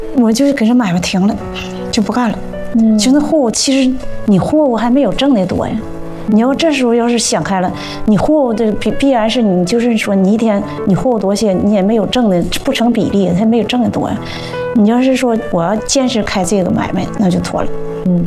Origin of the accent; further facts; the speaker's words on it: Jilin, China; 就别看我是吉林的，那各方面都不行